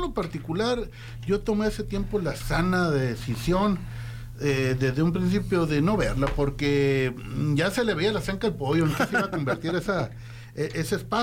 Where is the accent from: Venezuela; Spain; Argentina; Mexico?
Mexico; Yo como ciudadano mexicano, yo no estoy de acuerdo en tu opinión.